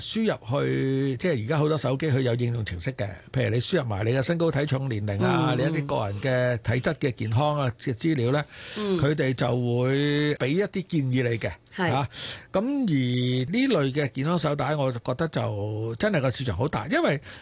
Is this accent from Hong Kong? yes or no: yes; Hong Kong